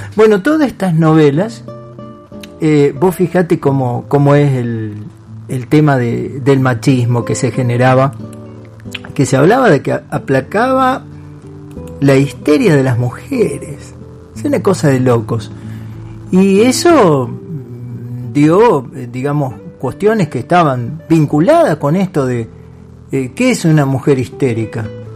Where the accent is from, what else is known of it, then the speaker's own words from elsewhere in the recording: Santa Fe, Argentina; Y le decimos, chao Jorge, somos de Santa Fe.